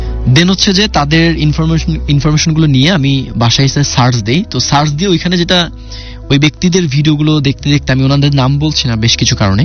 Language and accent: Bangla; Nilphamari, Rangpur Division, Bangladesh; আমার দেশের বাসা হচ্ছে নীলফামারীতে।